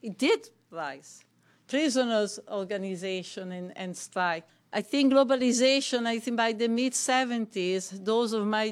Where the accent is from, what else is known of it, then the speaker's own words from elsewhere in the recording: Italy; moved away as an adult; In my own country, I come from Italy originally. And I remember when I was a child or a young woman in the 50s